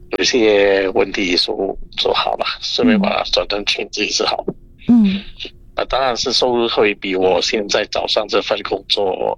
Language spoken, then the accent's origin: Chinese; Singapore; 我们新加坡人